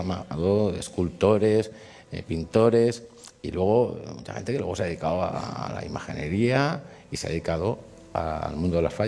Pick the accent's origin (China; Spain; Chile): Spain; Valencian Community; pues de nuestra idiosincrasia, ¿no?, como valencianos.